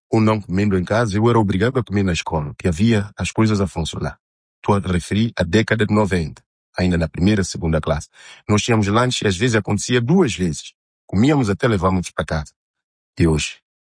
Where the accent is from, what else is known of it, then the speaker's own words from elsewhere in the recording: São Tomé & Príncipe; Eu, enquanto santomense, eu, enquanto jovem